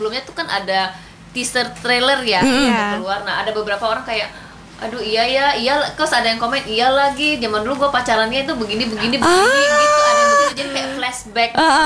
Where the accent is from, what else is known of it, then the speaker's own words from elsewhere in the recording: Medan, North Sumatra, Indonesia; Aku dari Medan tuh asli.